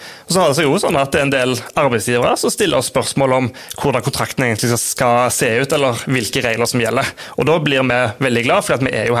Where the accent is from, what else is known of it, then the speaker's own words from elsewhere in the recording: Haugesund, Rogaland, Norway; moved away as an adult; now in southern Rogaland, Norway; Jeg kom fra Sørfylket i går, men jeg hauglending altså.